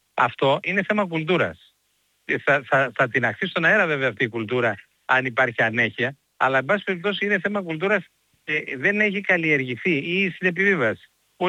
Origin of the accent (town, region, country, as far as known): Greece